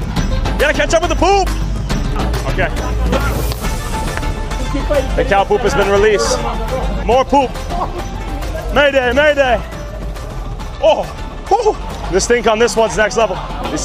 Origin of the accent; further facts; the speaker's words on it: Texas, United States; I've traveled nearly 10,000 miles from Texas, USA.